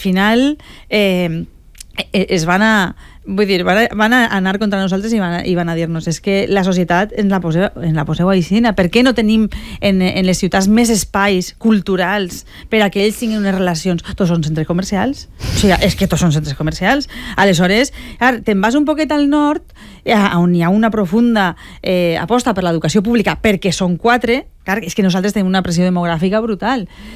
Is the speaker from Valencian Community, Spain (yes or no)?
yes; Sagunto, Valencian Community, Spain; Jo de veritat soc de Sagunt i crec que des de la meva joventut ara el que més ha crescut són els centres comercials.